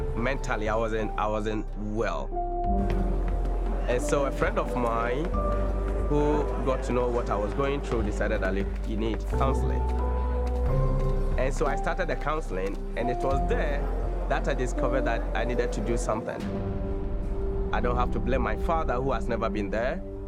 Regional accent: Yonso, Ghana; I was born and raised in Yonso, a rural community based in the central part of Ghana. It's a community of about, say, 600 people.

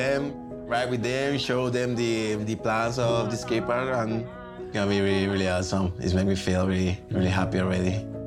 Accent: Pamplona, Navarre, Spain; also born or lived in Nigeria; As a Nigerian, my parents gave me the opportunity to grow up in Spain, grow up in BMX, in Pamplona, the skate park.

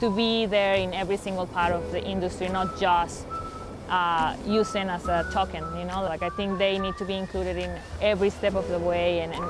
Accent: Mexico; English is a second language; moved away as an adult; now in Canada; I'm originally from Mexico. I'm a skateboard photographer and I've been in Canada for about 12 years. I didn't plan to move here. It was a last minute decision.

